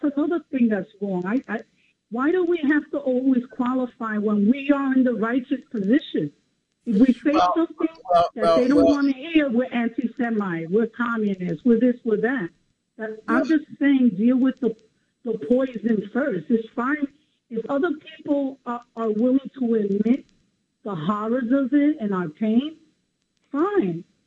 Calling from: Bronx, New York, United States; from the Bronx.

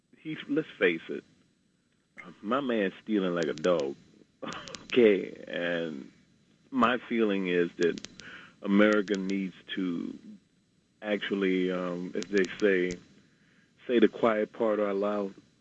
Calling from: New York, United States; calling out of Queens.

